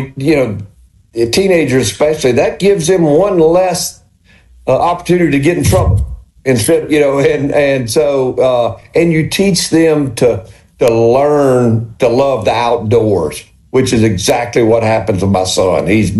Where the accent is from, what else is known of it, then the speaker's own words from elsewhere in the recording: Mississippi, United States; I grew up in Walthall County on a farm